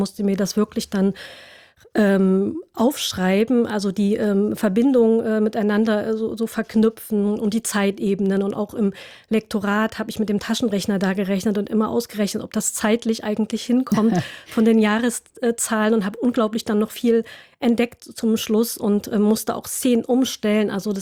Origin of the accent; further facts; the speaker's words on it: Germany; Also ich bin, wie gesagt, in der DDR geboren und aufgewachsen.